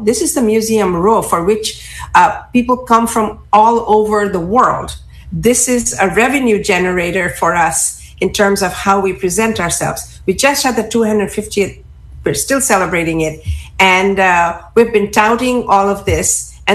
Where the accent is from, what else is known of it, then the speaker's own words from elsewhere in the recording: Philadelphia, Pennsylvania, United States; I'm not only a city council member, I'm a Philadelphian.